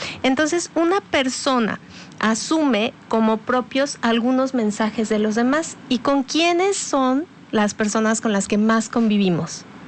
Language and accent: Spanish; Mexico; nos representan desafortunadamente como mexicanos.